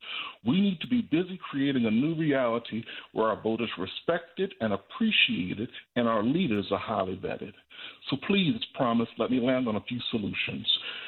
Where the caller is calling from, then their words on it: Georgia, United States; I'm calling from Georgia